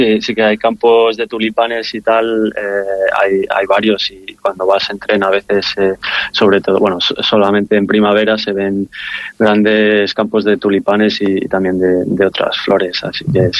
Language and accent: Spanish; Ávila, Castile and León, Spain; now in Netherlands; Bueno, y vuelvo muy a menudo a Ávila. Ávila siempre es siempre es ha sido y será mi casa